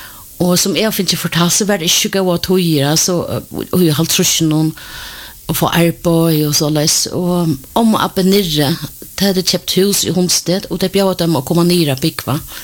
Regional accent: Denmark; born there; Norwegian is a second language; Ja, jeg er født i Danmark.

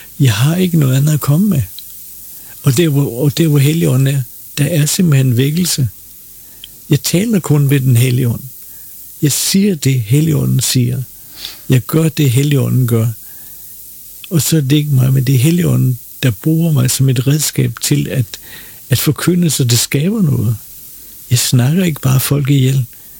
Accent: Copenhagen, Capital Region of Denmark, Denmark

